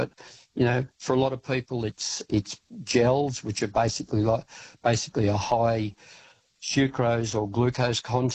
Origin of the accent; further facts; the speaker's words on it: Sydney, New South Wales, Australia; I grew up in Sydney, and I knew the Blue Mountains area really well. I spent a lot of time bushwalking up there and rock climbing during my teens. And then ultimately we moved away from Sydney and I left all that behind.